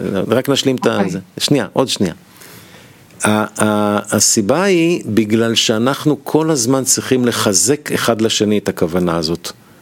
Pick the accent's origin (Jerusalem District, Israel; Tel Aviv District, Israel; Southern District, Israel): Southern District, Israel; Kiryat Gat; הוא בא ממרוקו וההורים שלי עלו מהונגריה. הוא גר בחיפה ואני גר גדלתי בקריית גת.